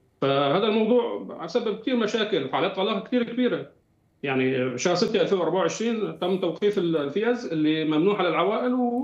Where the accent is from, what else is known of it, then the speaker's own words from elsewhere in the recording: Syria; now in Austria; يعني نحن كسوريين هم موجودين مندمجين بالعمل بشكل يعني كامل في كل القطاعات